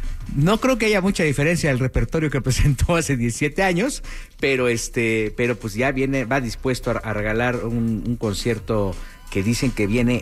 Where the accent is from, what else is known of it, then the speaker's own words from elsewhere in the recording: Mexico; Y a disfrutarlos mucho como mexicano